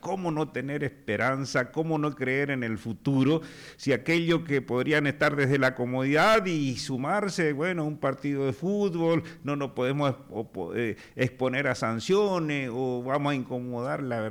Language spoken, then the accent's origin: Spanish; General José de San Martín, Chaco, Argentina; yo todos los años acostumbro a estar en mi pueblo, en General José de San Martín, en la provincia del Chaco, con mis camaradas, es una tradición que guardo hace más de 40 años